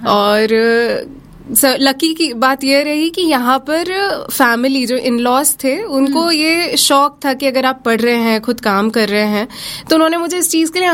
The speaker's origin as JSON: {"language": "Hindi", "town": "Indore", "region": "Madhya Pradesh", "country": "India", "tie": "born or raised there", "moved": "as an adult", "lives_now": "Jalgaon, India", "said": "मैं बेसिकली पूरी मेरी शिक्षा और उसके अलावा मेरी पूरा बर्थ, जन्म जहाँ से हुआ है वो इंदौर जगह है।"}